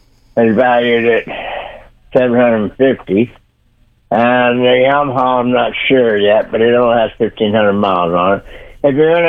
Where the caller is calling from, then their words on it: Downing, United States; Calling from Downing.